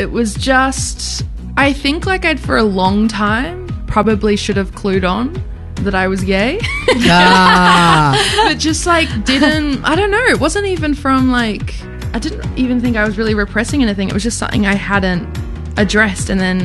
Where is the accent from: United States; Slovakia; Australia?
Australia; Blairgowrie, Victoria; Down on the Mornington Peninsula.